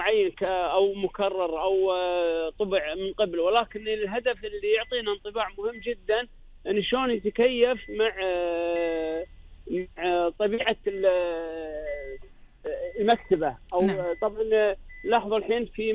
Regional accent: Kuwait; أنا صراحة ما أفتخر بالأمر أني أنا كويتي سويت كذا كذا،

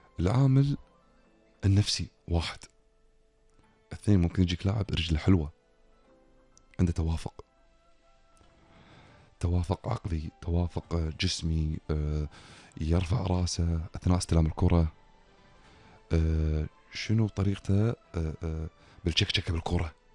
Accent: Kuwait; عندنا بالكويت

